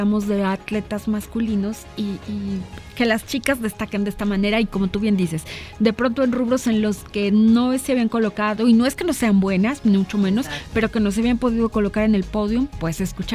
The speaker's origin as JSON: {"language": "Spanish", "country": "Mexico", "said": "que como mexicanos apoyemos."}